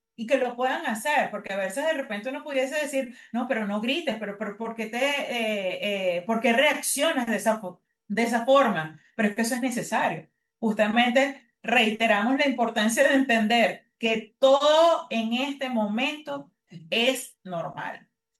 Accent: Venezuela; Es una de las cosas que nos caracteriza a nosotros como venezolanos

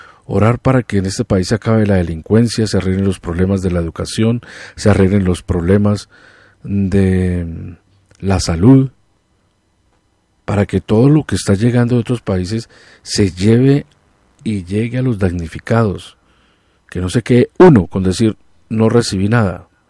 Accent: Colombia; como colombiano que soy

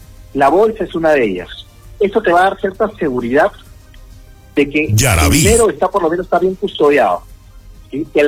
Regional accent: Peru

